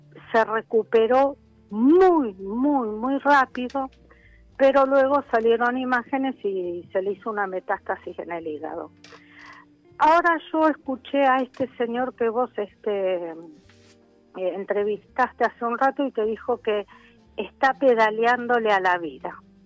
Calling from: Moreno, Buenos Aires Province, Argentina; De Moreno.

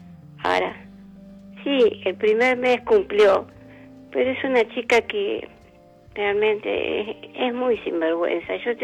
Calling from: Longchamps, Buenos Aires, Argentina; vivo en Longyang.

